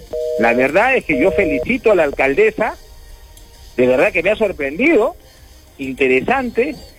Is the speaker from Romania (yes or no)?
no; Arequipa, Peru; No, no, a mí como ciudadano, como arequipeño